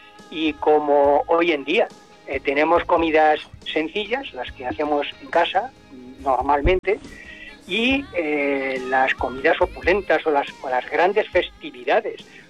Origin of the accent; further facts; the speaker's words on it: Castilla-La Mancha, Spain; Porque soy de La Mancha, porque Don Quijote tiene el sobrenombre de La Mancha. Yo vivo en Alcázar de San Juan.